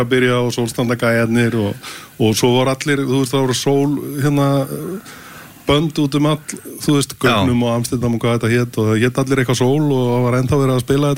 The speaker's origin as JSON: {"language": "Icelandic", "town": "Selfoss", "region": "Southern Region", "country": "Iceland", "said": "Við erum bara strákað frá Selfossi"}